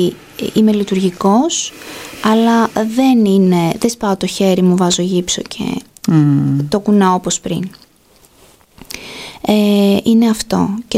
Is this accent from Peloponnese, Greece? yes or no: yes; Corinth, Peloponnese, Greece; now in Ioannina, Greece; εγώ, που είμαι από την Κόρινθο και έχτισα τη ζωή μου στα Γιάννενα